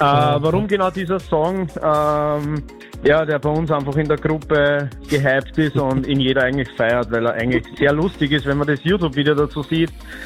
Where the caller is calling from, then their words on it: Lichtenwörth, Lower Austria, Austria; Hi. Ich bin aus Lichtenwert